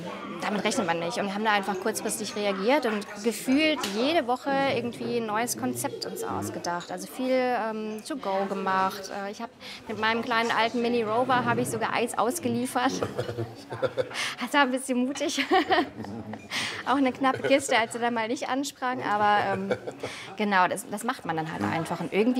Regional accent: Kassel, Hesse, Germany; moved away as an adult; also born or lived in Cologne; Genau, wir wohnen hier. Ursprünglich komme ich auch aus Kassel.

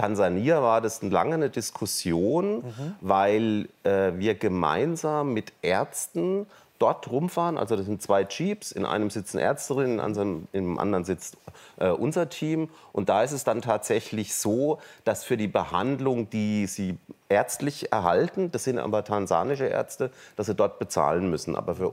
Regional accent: Germany; ich als Deutscher

